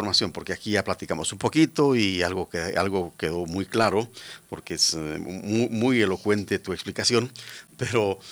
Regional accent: Guatemala; los guatemaltecos estamos invitados a servirle a otro guatemalteco

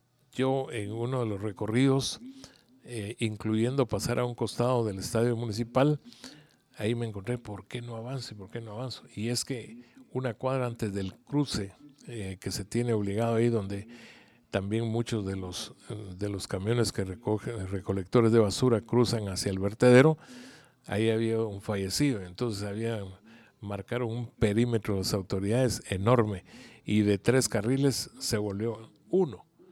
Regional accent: Guatemala City, Guatemala Department, Guatemala; somos capitalinos

